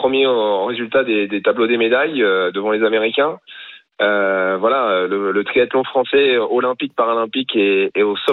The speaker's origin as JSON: {"language": "French", "region": "Normandy", "country": "France", "said": "c'est que je suis normand, donc voilà, je suis déjà quand même assez bien bâti de base."}